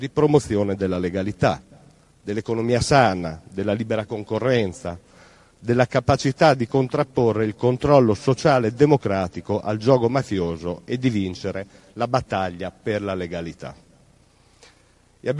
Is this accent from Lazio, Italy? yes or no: no; Bologna, Emilia-Romagna, Italy